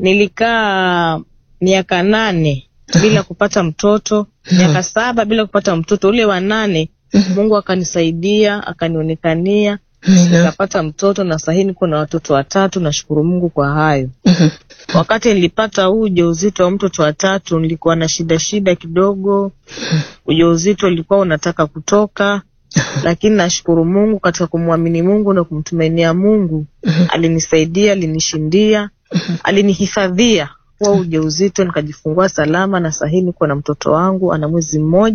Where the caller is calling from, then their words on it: Garsen, Tana River County, Kenya; Natokea Gariseni, eneo la Tana River, Tana Delta.